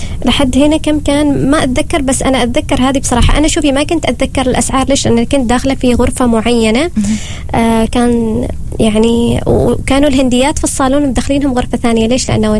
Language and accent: Arabic; Oman; هو فعلا رخيص عندنا في عمان